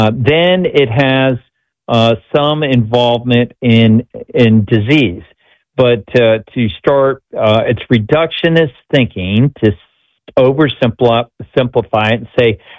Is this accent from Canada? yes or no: no; Minnesota, United States; a researcher here in my home state in Minnesota called Dr. Keyes